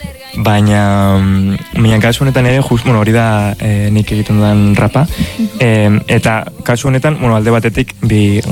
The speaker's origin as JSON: {"language": "Basque", "town": "Pamplona", "region": "Navarre", "country": "Spain", "tie": "born or raised there", "said": "ni Iruñekoa naiz, betianik bizi izan naiz Iruñan"}